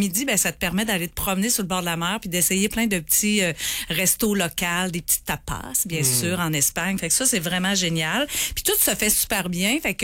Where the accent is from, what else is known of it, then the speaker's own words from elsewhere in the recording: Quebec, Canada; accent: Québécois; Fait que quand ils entendent notre accent, oh mon Dieu, les Québécois!